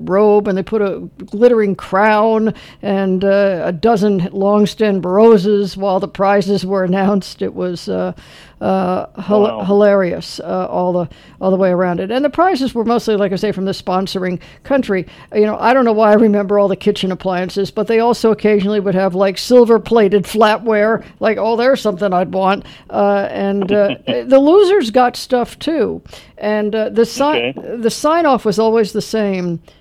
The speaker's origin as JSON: {"language": "English", "town": "Los Angeles", "region": "California", "country": "United States", "tie": "born there", "said": "I was born in Los Angeles at Temple Hospital."}